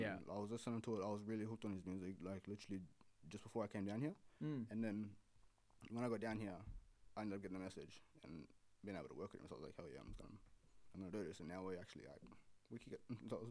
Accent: Inverell, New South Wales, Australia; born or raised there; now in Sydney, Australia

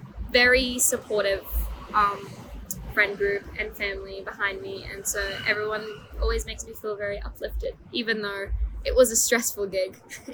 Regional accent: Iran; English is a second language; now in Australia; I moved here in 2013. I didn't know how to speak English. I'm originally from Iran. And so I learned English with music.

